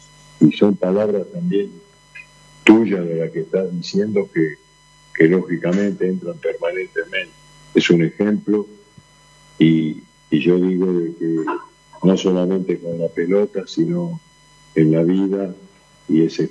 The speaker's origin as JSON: {"language": "Spanish", "country": "Argentina", "said": "por como argentino"}